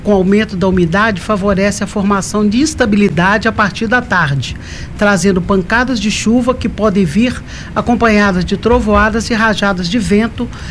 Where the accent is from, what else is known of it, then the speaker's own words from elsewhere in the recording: Belo Horizonte, Minas Gerais, Brazil; Sou daqui.